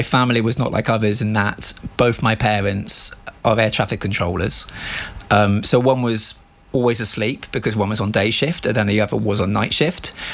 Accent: Dorset, South West England, United Kingdom; So I grew up in Dorset in a very loving family.

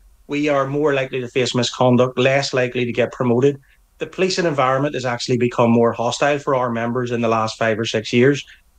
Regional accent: Northern Ireland, United Kingdom; accent: Northern Irish; You can tell by my accent that I'm a police officer in Northern Ireland.

